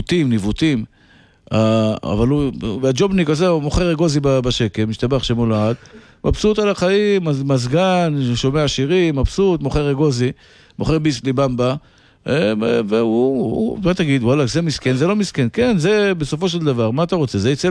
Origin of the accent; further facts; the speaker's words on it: Tel Aviv, Tel Aviv District, Israel; born there; אני תמיד זוכר מאיפה באתי. נולדתי בשכונת התקווה. בית מאוד קטן.